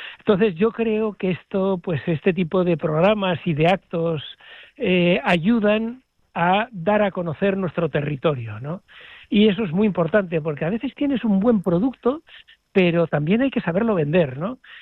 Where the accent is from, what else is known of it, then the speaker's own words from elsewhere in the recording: Aragon, Spain; con Ponsetti también, que tiene también casa en Benasque y somos del Valle también.